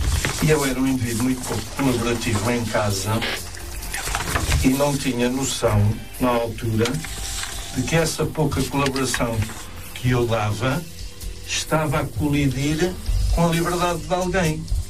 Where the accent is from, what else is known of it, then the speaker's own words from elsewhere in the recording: Portugal; eu como cidadão português, como português